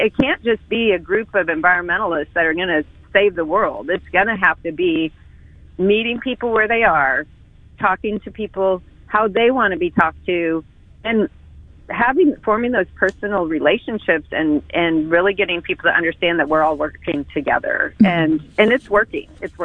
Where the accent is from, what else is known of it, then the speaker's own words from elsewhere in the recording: Springfield, Missouri, United States; And I grew up in Springfield, Missouri.